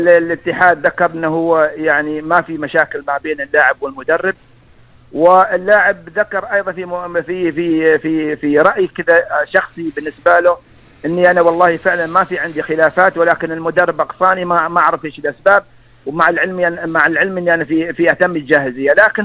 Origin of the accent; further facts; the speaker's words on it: Oman; زي ما اتمنى لبلدي ان تفوز بكاس الخليج